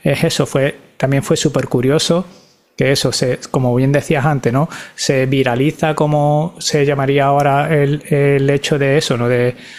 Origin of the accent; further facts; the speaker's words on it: Seville, Andalusia, Spain; Yo me he criado entre Los Pajaritos y Torreblanca, ¿no?